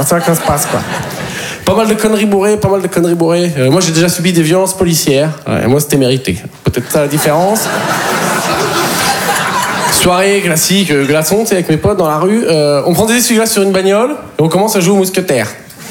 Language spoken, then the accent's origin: French; Poitiers, Nouvelle-Aquitaine, France